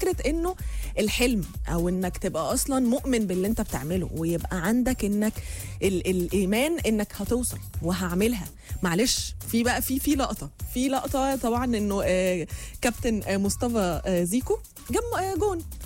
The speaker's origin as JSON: {"language": "Arabic", "country": "Egypt", "said": "على منتخبنا، على بلدنا، علينا احنا كمصريين، انه يلا يلا يلا يلا نفرح"}